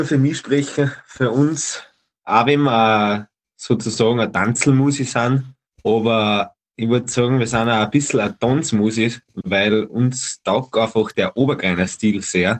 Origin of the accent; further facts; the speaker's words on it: Salzburg, Austria; erinnert ich mich an ein Festl in Gastein, bei uns in Salzburg.